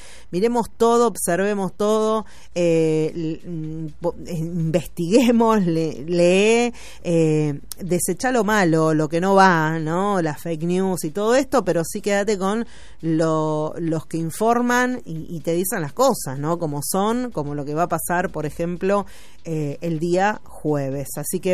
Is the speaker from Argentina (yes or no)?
yes; Argentina; Nosotros, los argentinos que estamos acá, que la remamos día a día